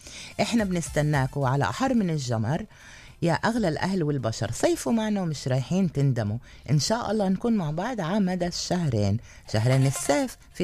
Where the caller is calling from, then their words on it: Jerusalem, Palestine; تحياتي من القدس إلكو جميعا